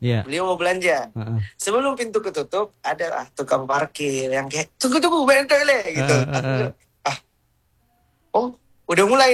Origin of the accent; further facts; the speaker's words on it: Aceh, Indonesia; Cukup dia tahu saya dari Aceh, dan alhamdulillah mereka mendoakan.